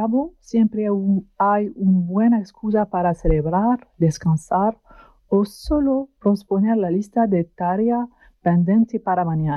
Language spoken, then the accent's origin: Spanish; France; Spanish is a second language; now in Catalonia, Spain; soy de Francia. Hace un poco más de 3 años cuando me instalé en Cataluña